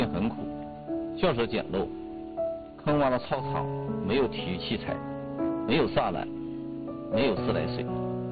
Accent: Linjiang, Jilin, China; 作为土生土长的林业子弟，在自己的家乡任教

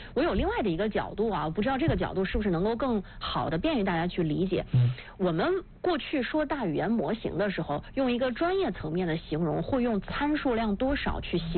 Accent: China; 这是我们中国人语境当中出现最多的一种逻辑顺序

